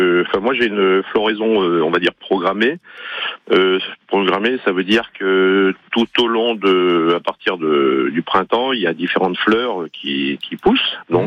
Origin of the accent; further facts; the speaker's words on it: Grenoble, Auvergne-Rhône-Alpes, France; now in Besançon, France; moi, je suis grenoblois d'origine.